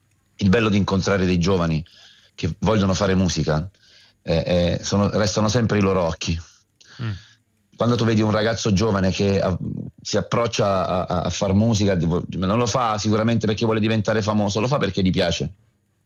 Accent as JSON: {"language": "Italian", "region": "Abruzzo", "country": "Italy", "said": "la mia terra non è solo casa, è amore, è la cultura della mia gente. Io sono orgogliosamente abruzzese, perché in questa regione, secondo me, c'è racchiusa non solo tanta bellezza, perché abbiamo sia il mare sia la montagna, no?"}